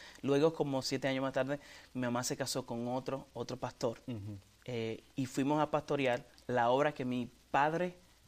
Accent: Luperón, Puerto Plata, Dominican Republic; born there; soy dominicano, nací en Luperón, Puerto Plata, el país del merengue y del mangú.

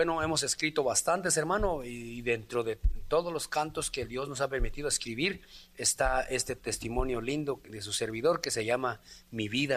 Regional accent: San Marcos, Guatemala; yéndome de vuelta o de retacho para mi tierra natal, que... Ajá. Es San Marcos.

